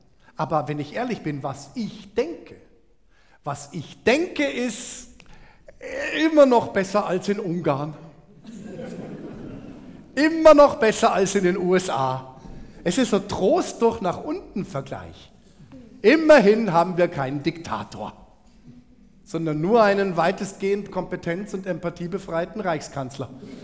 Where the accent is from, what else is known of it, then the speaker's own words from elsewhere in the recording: Munich, Bavaria, Germany; now in Freiburg, Germany; ich komme aus München, ich lebe in Freiburg und meine Mutter kommt aus Meran.